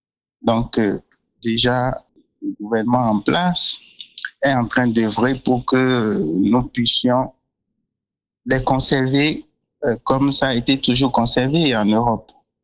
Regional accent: Benin; en tant que Béninois

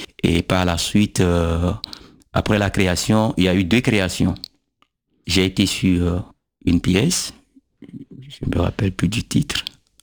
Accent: Benin

